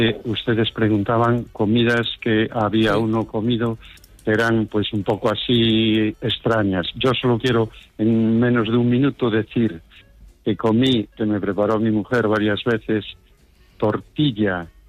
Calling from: Covelo, Galicia, Spain; No estoy en Ponferrada, ni soy de Ponferrada. Soy de Covelo, del municipio de Covelo, con V, provincia de Pontevedra, comunidad autónoma de Galicia

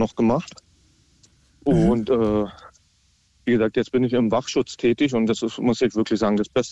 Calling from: Berlin, Germany; ich komme ja aus Berlin

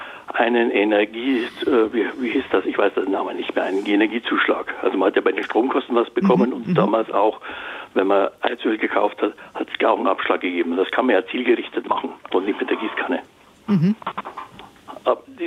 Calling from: Kolbermoor, Bavaria, Germany; Ich komme aus Kolbermoor in der Nähe von Rosenheim.

